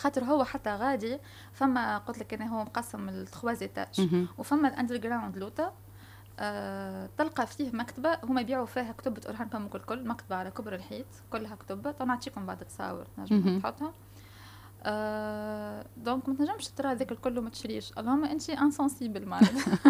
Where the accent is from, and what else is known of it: Tunisia